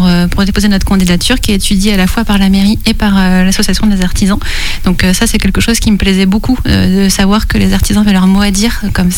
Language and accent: French; Pays de la Loire, France; Moi, je suis de Corcoy-sur-Logne, donc à une demi-heure de Salerten.